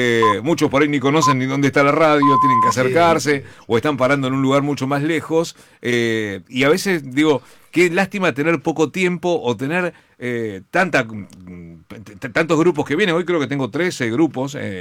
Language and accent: Spanish; Morón, Buenos Aires Province, Argentina; Yo soy de Morón